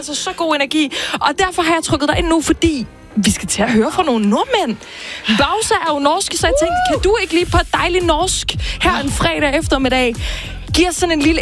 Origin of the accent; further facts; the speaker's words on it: Viborg, Central Denmark Region, Denmark; jeg er født og opvokset i Viborg.